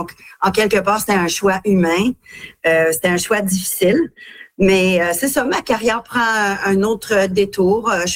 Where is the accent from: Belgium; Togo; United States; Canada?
Canada; Ontario; Moi, je suis une franco-ontarienne avec, j'ai mon tatou franco-ontarien, comme on dit, depuis longtemps.